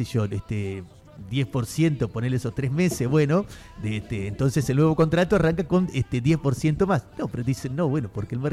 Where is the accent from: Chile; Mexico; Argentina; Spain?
Argentina; somos muy argentinos en eso.